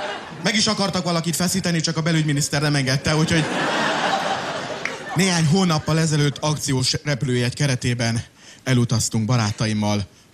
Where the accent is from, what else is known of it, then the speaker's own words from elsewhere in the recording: Miskolc, Borsod-Abaúj-Zemplén, Hungary; mert miskolci vagyok